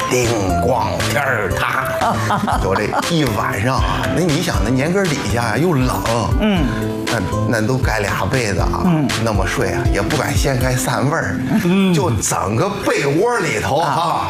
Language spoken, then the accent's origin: Chinese; Xuzhou, Jiangsu, China; moved away; 在我们老家徐州也有一道关于萝卜的美食啊，